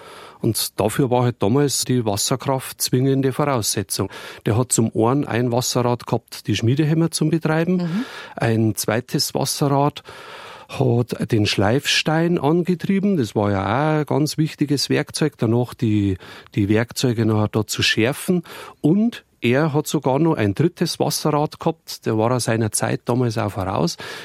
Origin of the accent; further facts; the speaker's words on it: Bavaria, Germany; Aber damals war das ja bei uns in Niederbayern, musst du dir das vorstellen, das war ja eine sehr strukturschwache Region.